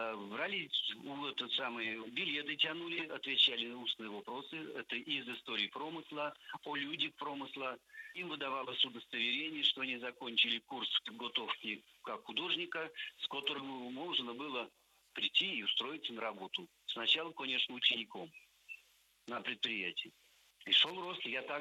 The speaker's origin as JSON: {"language": "Russian", "region": "Nizhny Novgorod Oblast", "country": "Russia", "tie": "born there", "said": "Я уже стал на уроках хохландской росписи, которые практиковались в Семинской средней школе"}